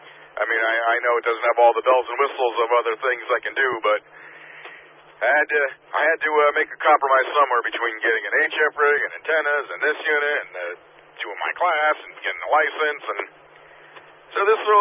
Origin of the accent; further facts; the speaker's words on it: Wallingford, Connecticut, United States; I'm from Wallingford.